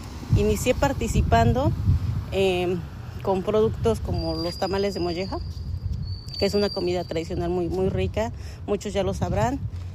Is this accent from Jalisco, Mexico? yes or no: no; San Antonio Cacalotepec, Puebla, Mexico; son de mi pueblo, de San Antonio Cacalotepec.